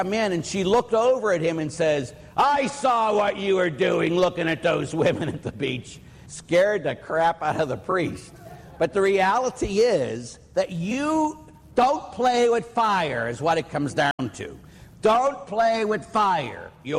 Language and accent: English; Pittsburgh, Pennsylvania, United States; And at Waldemar, because we're from Pittsburgh, we came up there.